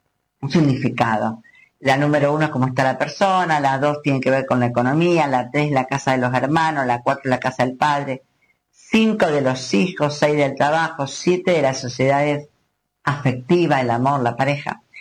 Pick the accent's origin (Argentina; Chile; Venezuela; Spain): Argentina; así somos los argentinos